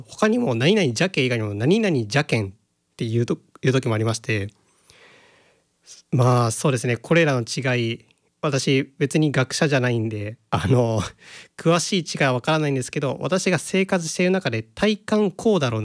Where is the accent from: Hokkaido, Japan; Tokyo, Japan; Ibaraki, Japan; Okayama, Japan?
Okayama, Japan; accent: Okayama dialect